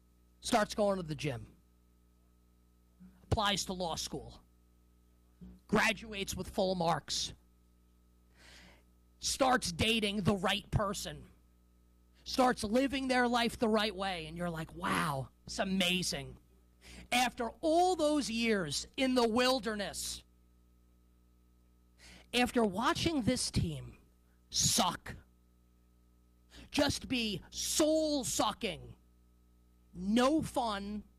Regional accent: New York City, New York, United States; as a New Yorker, I absolutely love it.

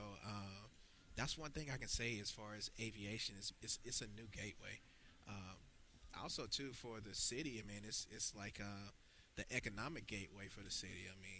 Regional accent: Montgomery, Alabama, United States; No, I'm actually from Montgomery.

